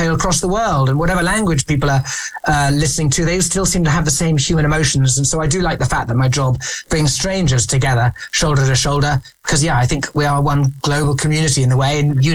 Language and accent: English; England, United Kingdom; as English men in boarding school